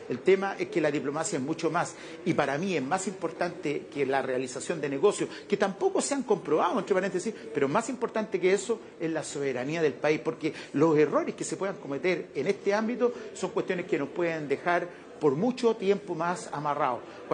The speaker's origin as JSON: {"language": "Spanish", "country": "Chile", "said": "yo soy chileno"}